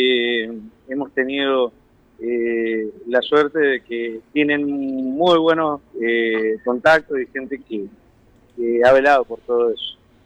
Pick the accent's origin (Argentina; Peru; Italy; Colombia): Argentina; Mendoza; now in Newark, United States; yo soy mendocino y he estado en Nueva York, viviendo en Newark.